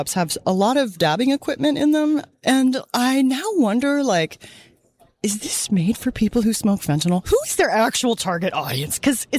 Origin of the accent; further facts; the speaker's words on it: Portland, Oregon, United States; I'm a researcher at UCLA, but born and raised in Portland, Oregon, and I live here now.